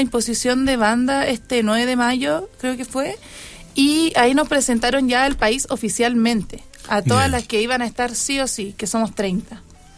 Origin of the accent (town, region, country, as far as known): Calama, Antofagasta, Chile; born or raised there; also born or lived in Iquique